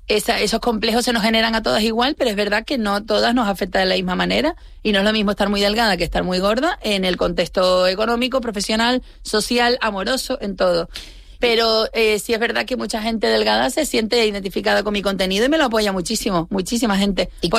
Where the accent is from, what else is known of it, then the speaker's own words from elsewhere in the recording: Santa Cruz de Tenerife, Canary Islands, Spain; yo misma, como canaria, tinerfeña y de Ofra